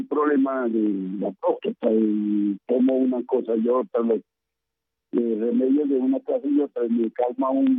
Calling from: Chocontá, Cundinamarca, Colombia; Habla con … de Chocontán.

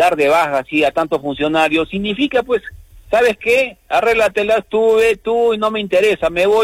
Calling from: Arequipa, Peru; desearle como ciudadano, como arequipeño

